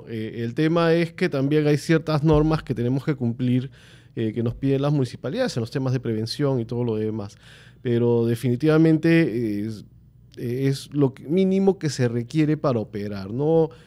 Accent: Peru; nosotros como peruanos

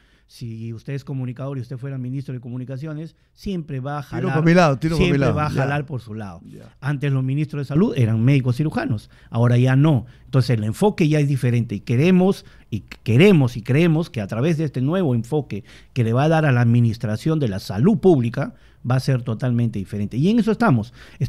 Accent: Loreto, Peru; yo soy de Loreto

